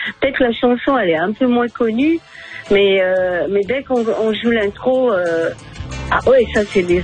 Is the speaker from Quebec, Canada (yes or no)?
yes; Quebec, Canada; accent: Québécois; Aujourd'hui, je l'ai beaucoup perdu, mais j'ai l'accent québécois.